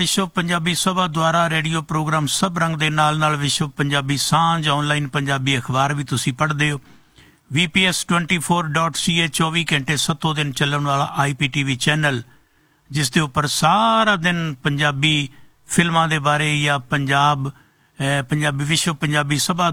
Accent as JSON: {"language": "Punjabi", "region": "Punjab", "country": "India", "moved": "yes", "said": "ਸਾਡੀ ਵੀ ਕੋਸ਼ਿਸ਼ ਹੁੰਦੀ ਹੈ ਕਿ ਅਸੀਂ ਪੰਜਾਬ ਤੋਂ ਚੱਲ ਕੇ 12-13 ਹਜ਼ਾਰ ਕਿਲੋਮੀਟਰ ਦੂਰ ਬੈਠੇ ਪੰਜਾਬੀ ਭੈਣ ਭਰਾਵਾਂ ਨੂੰ ਉਸ ਪੰਜਾਬ ਦੇ ਬਾਰੇ, ਉਸ ਪੰਜਾਬੀ ਮਾਂ ਬੋਲੀ ਦੇ ਬਾਰੇ"}